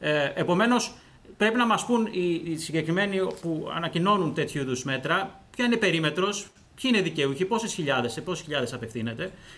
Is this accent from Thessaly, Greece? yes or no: no; Athens, Attica, Greece; Εγώ είμαι παιδί της Αθήνας. Ζω, εργάζομαι, μεγάλωσα στην Αθήνα.